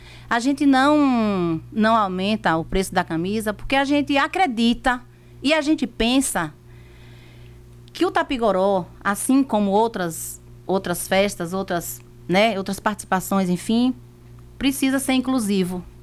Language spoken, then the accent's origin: Portuguese; Brazil; Eu sou brasileira, também sou brasileira